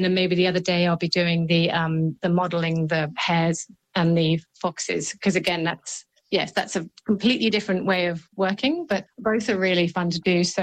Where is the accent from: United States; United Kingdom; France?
United Kingdom; England; moved away; growing up in England